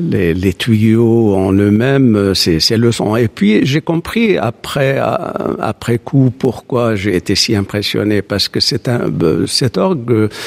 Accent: Alexandria, Alexandria Governorate, Egypt; also born or lived in Cairo; now in Villeurbanne, France; je suis né au Caire, en fait. Bon, mais on a très vite, on s'est très vite déplacé à Alexandrie, la famille, et j'ai grandi à Alexandrie, au collège Saint-Marc.

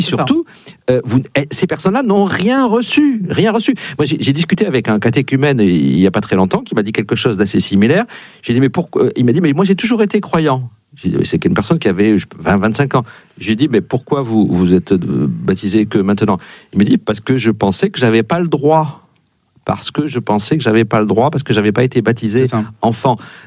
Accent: Nouvelle-Aquitaine, France; du côté de chez moi dans le Béarn

